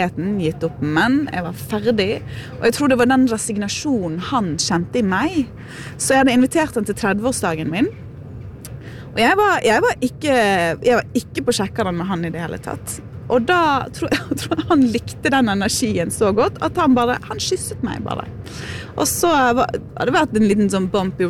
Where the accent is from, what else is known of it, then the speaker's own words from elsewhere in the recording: Bergen, Vestland, Norway; also born or lived in Kaupanger, Sogndal; Jeg kommer fra Bergen, men jeg har vokst opp 2 år, til jeg var 2 år, i Kaupanger i Sogndal.